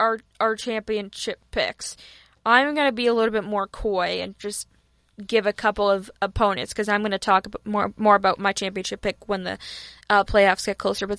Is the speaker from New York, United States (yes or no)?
no; Massachusetts, United States; We're both New Englanders. We're both from Mass.